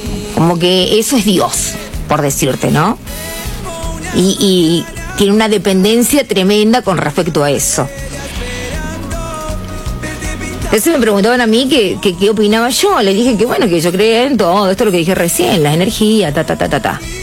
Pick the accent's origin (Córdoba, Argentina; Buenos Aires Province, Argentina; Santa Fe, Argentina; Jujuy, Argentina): Buenos Aires Province, Argentina; Trenque Lauquen